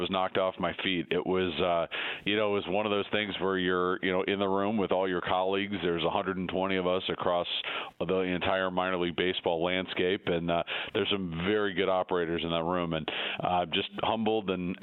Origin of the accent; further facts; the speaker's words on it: Akron, Ohio, United States; I think really just this is my hometown, and I'm from Akron